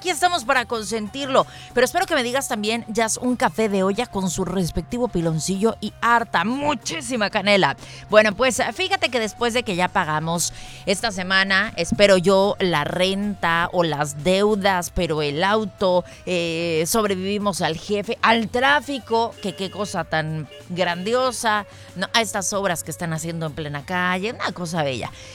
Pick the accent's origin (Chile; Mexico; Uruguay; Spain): Mexico